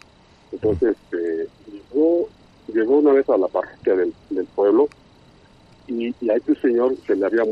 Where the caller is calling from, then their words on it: Matadamas, Mexico; mi pueblo se llama Matadamas porque en estos tiempos solo había como dos, tres casitas en este pueblo.